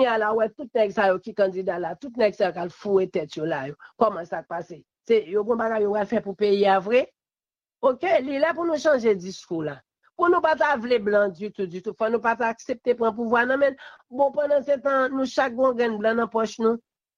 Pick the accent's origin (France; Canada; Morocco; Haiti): Haiti; en tant que haïtien seulement, que nous avons.